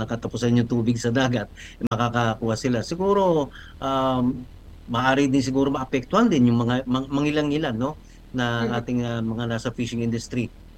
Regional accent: Calapan, Mimaropa, Philippines; Sa amin, dun sa amin sa Calapan

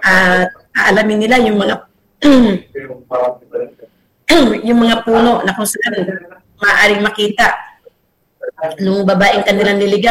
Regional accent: Mimaropa, Philippines; dito sa amin sa Oriental Mindoro

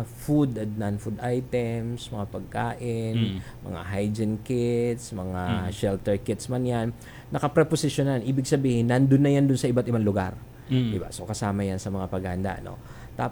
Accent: Bicol Region, Philippines; Pareho pala tayo ang Bicolano. Ay, so, I'm from Masbate.

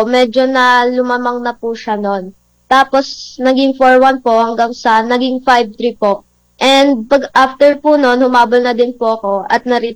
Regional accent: Meycauayan, Bulacan, Philippines; Mikawayan, Bulacan.

